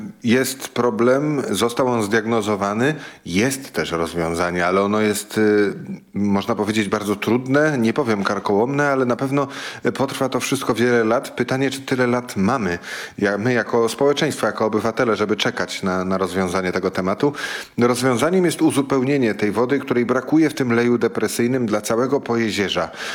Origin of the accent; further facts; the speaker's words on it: Poznań, Greater Poland Voivodeship, Poland; jako Wielkopolanin, Poznaniak